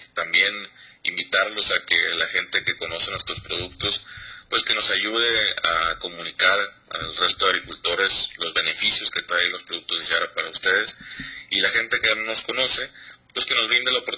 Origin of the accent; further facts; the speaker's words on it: Sinaloa, Mexico; moved away as an adult; now in Guadalajara, Mexico; ya tengo 11 años viviendo en Guadalajara también, pero el corazoncito siempre va a estar ahí en Sinaloa.